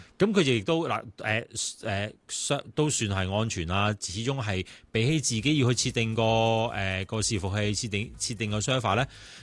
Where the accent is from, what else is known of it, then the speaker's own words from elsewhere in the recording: Hong Kong; 我哋香港人